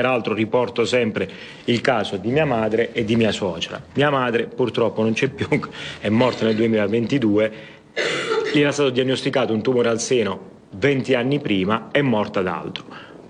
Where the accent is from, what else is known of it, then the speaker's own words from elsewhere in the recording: Bari, Apulia, Italy; accent: southern, Bari; come capirete dal mio accento di cui sono orgoglioso, sono meridionale barese